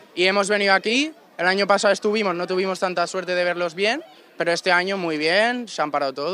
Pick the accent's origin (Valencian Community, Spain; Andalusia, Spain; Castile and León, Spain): Valencian Community, Spain; Alicante; born there; Nací en Alicante, toda mi familia tiraba mucho al Betis. Tengo familia ahí en Jaén, Andalucía, entonces corre la sangre.